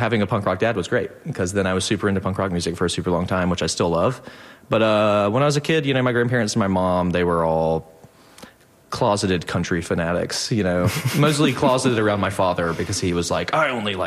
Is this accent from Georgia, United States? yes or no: yes; Georgia, United States; Yeah, I grew up in South Georgia.